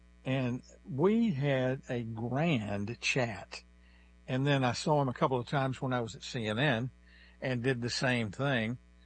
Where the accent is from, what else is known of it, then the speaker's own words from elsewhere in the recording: Fairfield, Texas, United States; When I was 10 years old, John Glenn came to deer hunt in my hometown of Fairfield, Texas, which is 90 miles south of Dallas and 161 miles north of NASA.